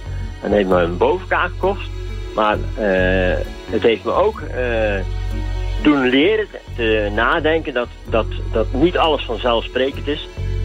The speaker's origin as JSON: {"language": "Dutch", "town": "Dordrecht", "region": "South Holland", "country": "Netherlands", "said": "uit Dordrecht. Ik ben 68 jaar."}